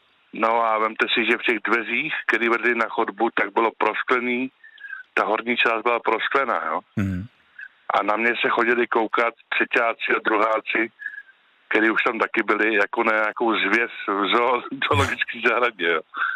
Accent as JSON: {"language": "Czech", "region": "Karlovy Vary Region", "country": "Czechia", "said": "já jsem ze Sokolovska, jak jsem říkal"}